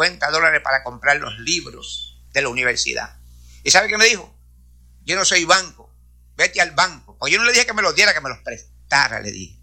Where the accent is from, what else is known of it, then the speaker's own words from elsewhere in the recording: Puerto Rico; born there; moved away; Yo me acuerdo allá en Abra, cuando yo vivía allá en Abra, que andábamos por allí descalzo y con pantalones cortos.